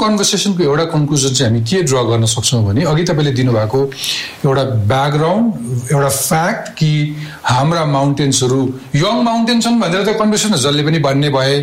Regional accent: Jhapa, Koshi Province, Nepal; born there; म झापामा जन्मेँ

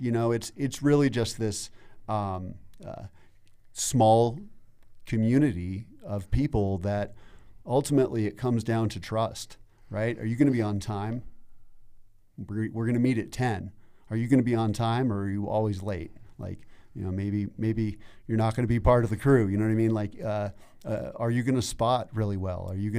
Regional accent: Arvada, Colorado, United States; I'm from Arvada, you know, born and raised here.

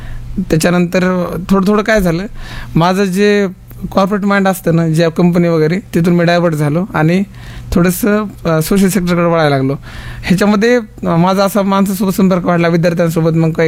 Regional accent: Ambajogai, Maharashtra, India; मी proper आंबेजोगाईचा, Beed जिल्ह्यातील आंबेजोगाई गाव, हा तिथला।

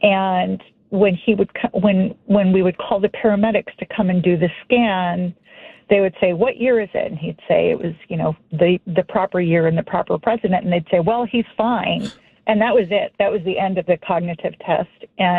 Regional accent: Texas, United States; now in Brookfield, United States; So I grew up in Texas

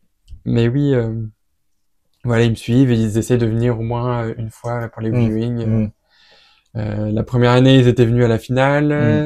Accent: Rouen, Normandy, France; moved away; Moi, je viens de Rouen

